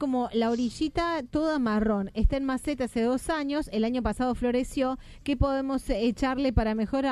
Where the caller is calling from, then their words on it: Mendoza, Argentina; de Mendoza.